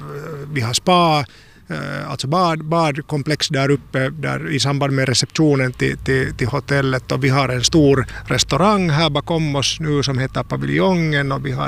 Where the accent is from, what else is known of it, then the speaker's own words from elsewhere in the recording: Tampere, Pirkanmaa, Finland; also born or lived in Helsinki; Alltså jag är ju ursprungligen Tammerforspojke. Jag har vuxit upp i Tammerfors och gått svenska samskolan i Tammerfors